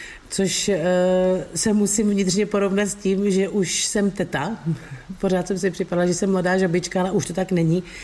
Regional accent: Moravia, Czechia; pocházím z Moravy

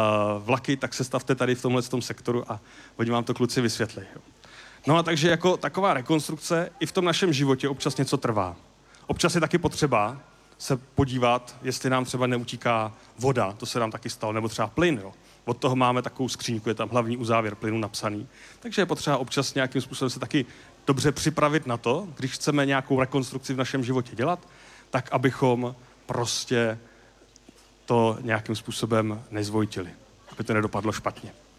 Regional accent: Prague, Czechia; já jsem z Prahy

